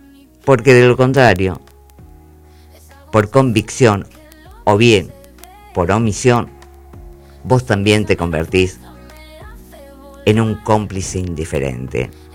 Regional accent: Argentina; somos argentinos hipócritas

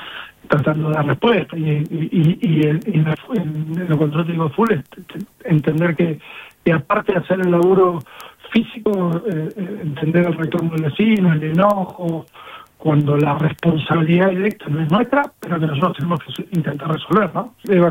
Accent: Pico Truncado, Santa Cruz, Argentina

